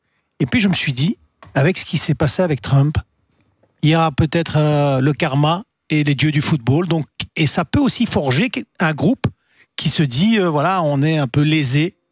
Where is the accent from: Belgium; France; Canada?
Belgium; On est belge d'origine africaine, on vit la nuit.